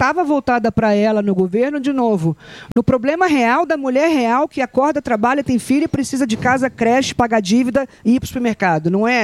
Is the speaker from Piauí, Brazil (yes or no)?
no; Barra Mansa, Rio de Janeiro, Brazil; moved away; also born or lived in Brasília; Eu saí de Barra Mansa, fui para o Rio de Janeiro, depois fui parar em Brasília